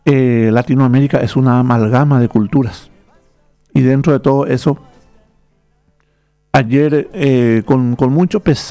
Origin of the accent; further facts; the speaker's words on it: Paraguay; nosotros los paraguayos no somos así.